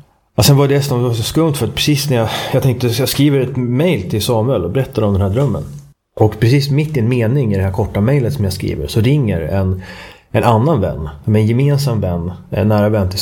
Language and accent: Swedish; Sweden; för mig som svensk.